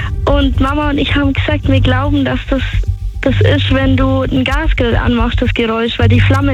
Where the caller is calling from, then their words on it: Oberthingau, Bavaria, Germany; Aus Obertingau im Allgäu.